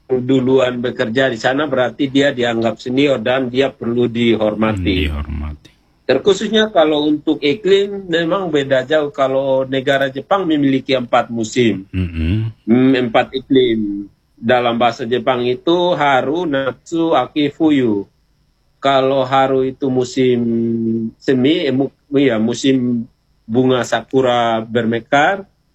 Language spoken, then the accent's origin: Indonesian; East Nusa Tenggara, Indonesia; moved away as an adult; also born or lived in Japan; kalau kita lahir besarnya di NTT kan di cuaca yang panas. Tidak pernah sampai minus.